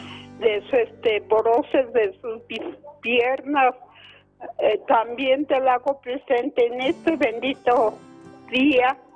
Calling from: Mexico; de aquí de México.

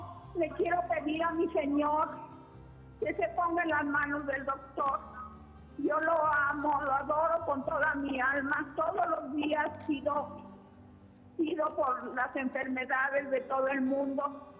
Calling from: Guanajuato, Mexico; soy de Guanajuato, Guanajuato.

